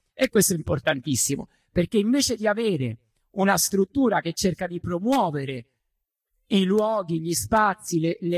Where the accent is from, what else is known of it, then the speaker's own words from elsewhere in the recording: Rome, Lazio, Italy; Scusate, sono da Roma.